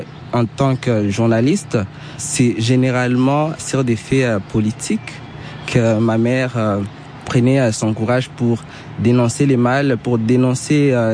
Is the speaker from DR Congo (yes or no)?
yes; East, DR Congo; first language Swahili; French is a second language; Oui, le Swahili. Je viens de l'Est. Donc, l'Est, c'est le Swahili.